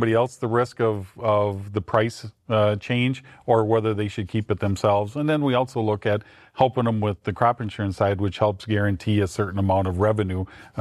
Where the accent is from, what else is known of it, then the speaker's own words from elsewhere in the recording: Milnor, North Dakota, United States; Okay, well, I live, you know, born and raised in North Dakota, a farm in southeast part of the state down by Milner. Went to high school at Milner